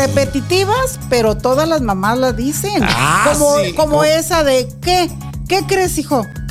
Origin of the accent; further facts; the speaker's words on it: Mexico; Igual, sigo siendo mexicana y pues como dos regalos.